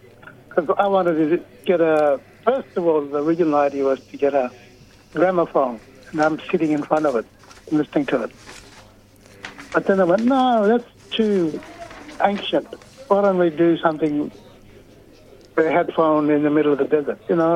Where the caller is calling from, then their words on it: Alice Springs, Northern Territory, Australia; No, I'm at home. Home is Alice too. I'm in Alice.